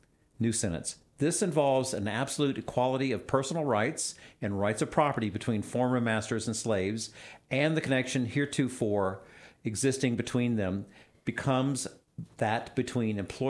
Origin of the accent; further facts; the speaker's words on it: the South, United States; born there; as a Southerner by birth